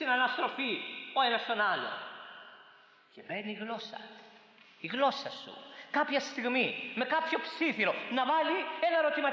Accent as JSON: {"language": "Greek", "town": "Corfu", "region": "Ionian Islands", "country": "Greece", "said": "στο νησί μου στην Κέρκυρα, ξέρουμε λίγο από ψάρια, όλοι οι νησιώτες."}